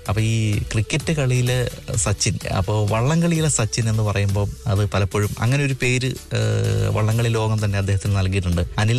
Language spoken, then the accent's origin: Malayalam; Kumarakom, Kerala, India